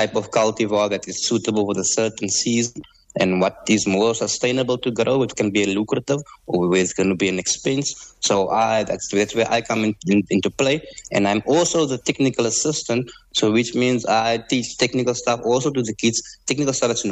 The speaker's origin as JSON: {"language": "English", "town": "Cape Town", "region": "Western Cape", "country": "South Africa", "tie": "born or raised there", "said": "I mainly grew up on a rural farm. I grew up in Cape Town, but I spent most of my time on the rural farm."}